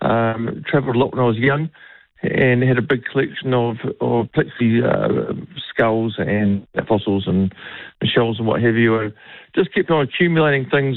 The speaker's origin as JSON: {"language": "English", "town": "Dunedin", "region": "Otago", "country": "New Zealand", "tie": "born or raised there", "also_born_or_lived": "Wellington", "said": "And I moved back to my hometown, Dunedin, where I could afford to buy a house in the middle of town, which I couldn't do in Wellington."}